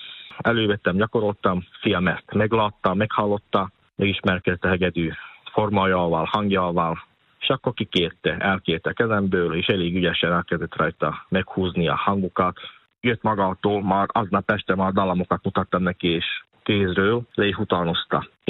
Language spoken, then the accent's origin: Hungarian; Banská Bystrica Region, Slovakia; Egyébként apukám is énekes volt. Gömörben, félvidéken, zenész családból származom.